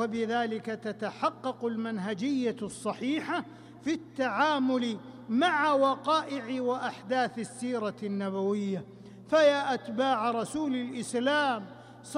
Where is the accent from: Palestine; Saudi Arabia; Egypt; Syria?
Saudi Arabia; ونحمد الله تبارك وتعالى أن جعل بلادنا المملكة العربية السعودية للتوحيد دارا وللسنة منارا وقرارا